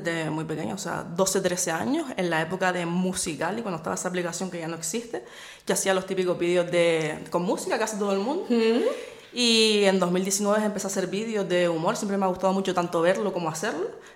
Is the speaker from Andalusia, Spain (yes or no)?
no; Canary Islands, Spain; accent: Canarian; encima tengo el acento bastante a veces marcado, canario, canarión, como me dice la canariona.